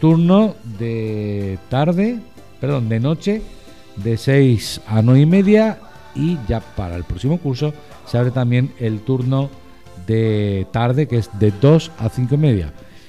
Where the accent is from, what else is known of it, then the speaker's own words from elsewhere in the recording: Spain; Yo que crecí en España